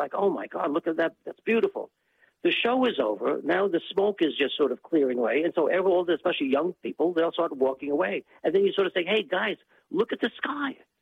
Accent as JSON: {"language": "English", "town": "Brooklyn", "region": "New York", "country": "United States", "said": "because I'm a city slicker. I'm from Brooklyn, so you know, how do you know when when the sheep are pregnant?"}